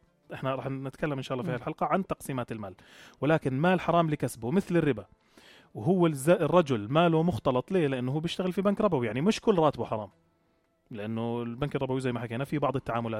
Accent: Jordan; احنا عندنا في الاردن

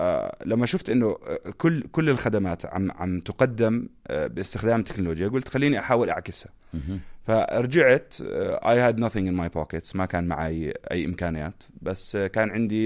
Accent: Irbid Governorate, Jordan; وكنت طالب للطب في جامعة العلوم والتكنولوجيا، محافظتي إربد الأم حبيبة

